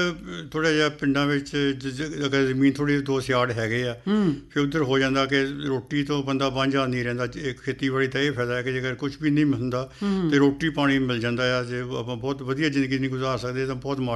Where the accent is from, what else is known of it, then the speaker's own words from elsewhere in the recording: Meerut, Uttar Pradesh, India; born there; ਵੈਸੇ ਮੇਰੇ ਪਿਤਾ ਜੀ ਆਰਮੀ ਵਿੱਚ ਸੀਗੇ, ਅਤੇ ਉਹ ਮੇਰਠ ਰਹਿੰਦੇ ਸੀ, ਅਤੇ ਦੱਸਿਆ ਜਾਂਦਾ ਕਿ ਮੇਰਾ ਜਨਮ ਮੇਰਠ 'ਚ ਹੋਇਆ, ਮੈਨੂੰ ਤਾਂ ਨਹੀਂ ਸੁਰਤ